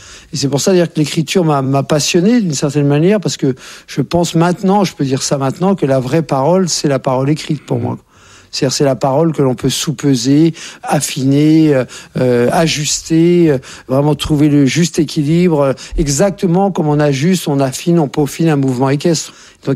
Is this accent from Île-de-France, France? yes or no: yes; Courbevoie, Île-de-France, France; born there